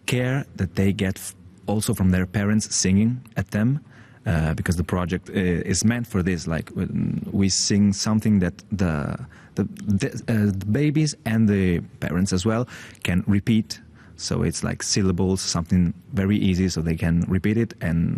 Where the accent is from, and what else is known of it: Italy